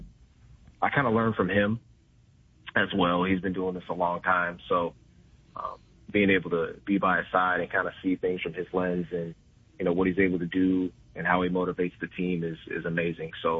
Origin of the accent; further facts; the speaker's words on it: Kankakee, Illinois, United States; I was born and raised in Kankakee, Illinois. I went to high school in Moments, Illinois